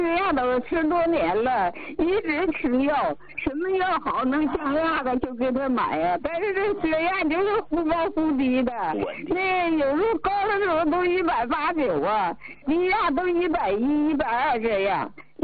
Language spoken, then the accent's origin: Chinese; Shenyang, Liaoning, China; 是，我家是沈阳的，